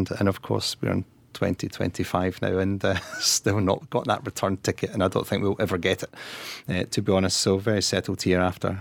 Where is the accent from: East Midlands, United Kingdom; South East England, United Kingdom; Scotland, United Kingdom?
Scotland, United Kingdom; Glasgow; moved away as an adult; also born or lived in Lanark; now in London, United Kingdom; I was raised in Glasgow. I was born in a small town called Lanark, but moved to Glasgow and was brought up there. I stayed in Glasgow until I was 24 when I moved to London, again through work.